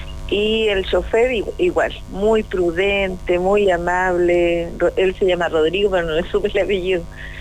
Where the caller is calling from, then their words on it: Curanilahue, Biobío, Chile; todo mi pueblo de Curanilahue, mi pueblo querido.